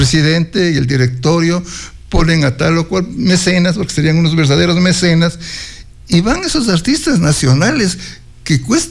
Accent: Ecuador

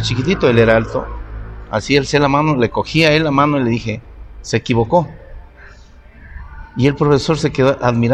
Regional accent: Ibarra, Imbabura, Ecuador; moved away; Bueno, sí, en realidad fue una gran aventura porque solo de mi pueblo Ibarra eran como 3 horas. De Ibarra a Quito eran como 12 horas. De Quito a Guayaquil eran como un día y una noche.

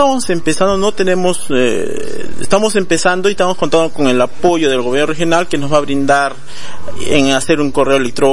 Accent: Tacna, Peru; No, todos somos de Tana.

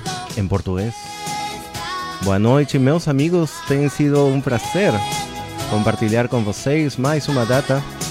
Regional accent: Peru; Somos peruanos

